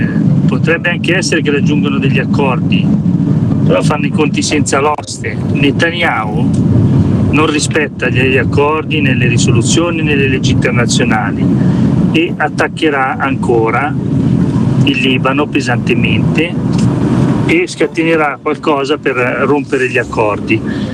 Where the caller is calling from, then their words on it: Milan, Lombardy, Italy; da Milano.